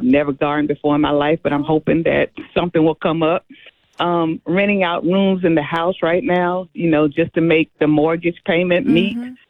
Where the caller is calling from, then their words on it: South Carolina, United States; that is not happening here in Richland County.